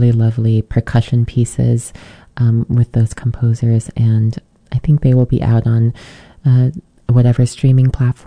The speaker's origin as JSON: {"language": "English", "region": "New York", "country": "United States", "moved": "yes", "said": "I'm originally from the New York area."}